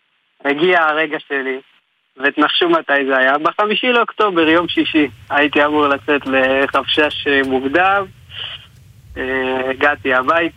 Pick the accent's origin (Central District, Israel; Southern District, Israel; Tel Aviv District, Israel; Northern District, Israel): Central District, Israel; Kfar Saba; החלטנו שאנחנו משנים פה קצת את האווירה והולכים עולים על כפר סבא, כן, אנחנו מפה.